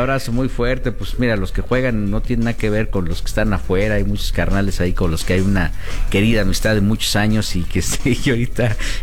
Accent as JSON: {"language": "Spanish", "country": "Mexico", "said": "Hay que seguir con esta buena vibra como mexicanos"}